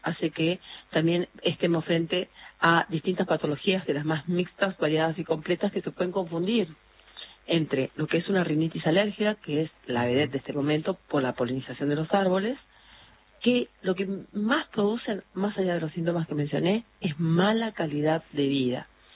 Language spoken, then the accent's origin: Spanish; Bellavista, Corrientes, Argentina; born or raised there; now in Buenos Aires, Argentina